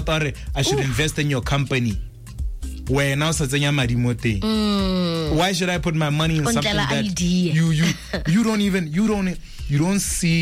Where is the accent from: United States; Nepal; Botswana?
Botswana; now in South Africa; At first, I was afraid to say that I'm from Botswana when I was in South Africa.